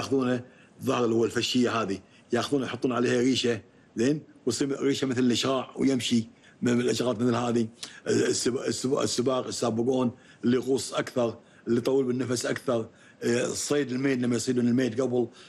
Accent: Kuwait

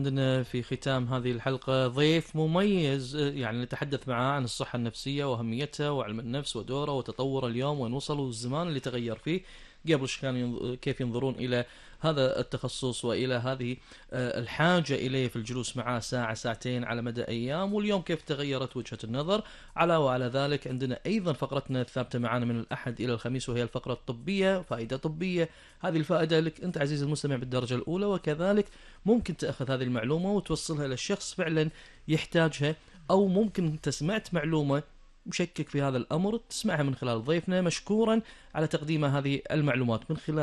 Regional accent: Kuwait; لخدمة الوطن والمواطن والمقيم والزائر لبلدنا الحبيبة الكويت

